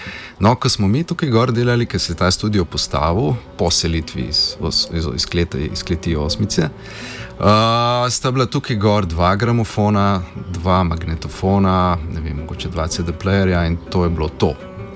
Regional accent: Črnomelj, Southeast Slovenia, Slovenia; moved away as an adult; now in Ljubljana, Slovenia; dol v Črnomlju, jaz sem iz Črnomlja drugače

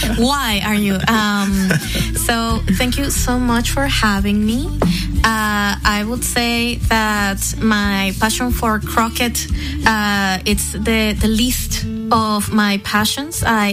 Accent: Caracas, Capital District, Venezuela; and I'm actually from Santiago de León de Caracas, which is the original capital city

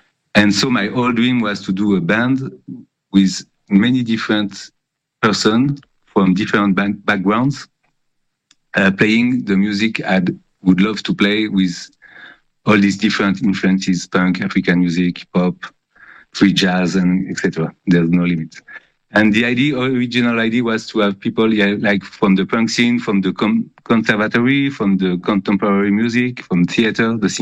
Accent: France; English is a second language; moved away as an adult; now in Geneva, Switzerland; Yeah, I'm not originally from Geneva, so I could not talk about the history of punk, the punk scene in Geneva. I arrived from France. I was already 28

